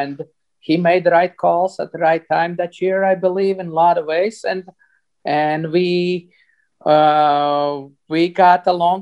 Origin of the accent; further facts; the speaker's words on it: San Jose, California, United States; But still, when we mentioned we are from San Jose, they said, where is that? I said, oh, that's in Bay Area next to San Francisco.